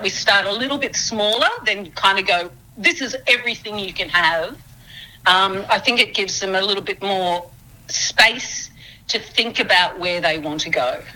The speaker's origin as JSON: {"language": "English", "town": "Murwillumbah", "region": "New South Wales", "country": "Australia", "tie": "born or raised there", "also_born_or_lived": "southeast Queensland", "moved": "yes", "lives_now": "Sydney, Australia", "said": "I'm Cubby Cubby, but that's southeast Queensland. But I grew up in Mwilumbah, so I grew up on Bundjalung Minjimbul country. I've lived in Sydney for almost 40 years now"}